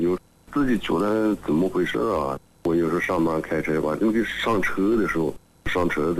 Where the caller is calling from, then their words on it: Xiaogan, Hubei, China; 湖北孝感的。